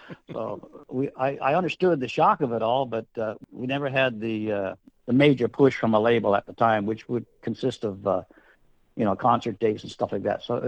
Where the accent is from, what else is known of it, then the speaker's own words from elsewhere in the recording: Terra Nova, Newfoundland and Labrador, Canada; in Newfoundland, you know, of course, where I was born and raised in Terra Nova, we've always had fire danger out there.